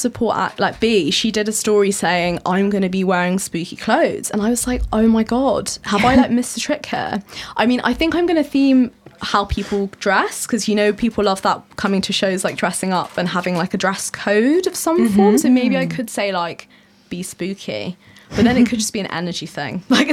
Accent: Brighton, South East England, United Kingdom; I grew up in Brighton

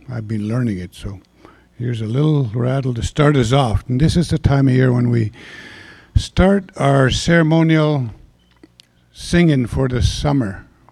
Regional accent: Sturgeon Lake, Alberta, Canada; And I'm from Netcasting Lake, or as they say in English, Sturgeon Lake.

